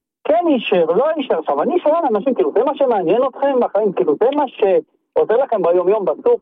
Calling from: Tel Aviv-Yafo, Tel Aviv District, Israel; אני מיפו.

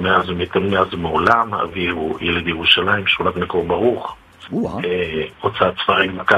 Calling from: Tel Aviv, Tel Aviv District, Israel; אני גר ברמת אביב, אני גר בתל אביב

